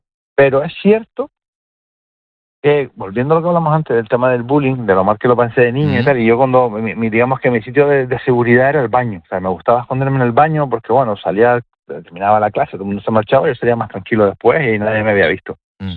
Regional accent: Canary Islands, Spain; pero sí era como muy canario, muy así.

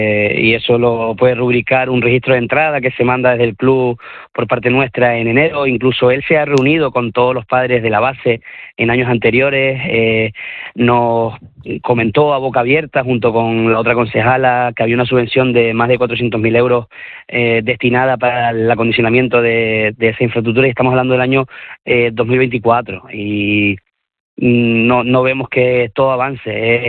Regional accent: Garachico, Canary Islands, Spain; somos gente de la casa, somos vecinos del municipio de del municipio de Garachico.

